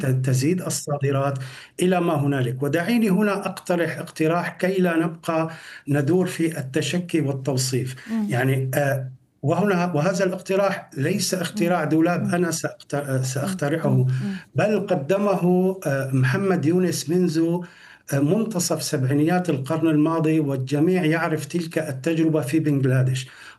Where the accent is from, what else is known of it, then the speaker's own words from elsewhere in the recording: Syria; now in Istanbul, Turkey; نحن كسوريين